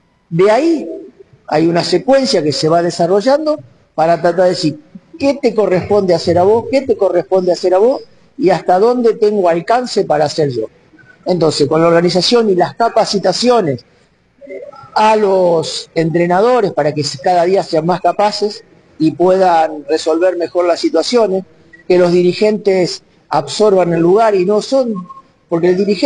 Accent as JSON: {"language": "Spanish", "town": "Máximo Paz", "region": "Santa Fe", "country": "Argentina", "also_born_or_lived": "Chile / Rosario", "said": "yo cuando me volví de Chile a vivir a Rosario, a mi ciudad, o yo, mejor dicho, soy de Máximo Paz, un pueblo de aquí del sur de Santa Fe, yo volví ahí"}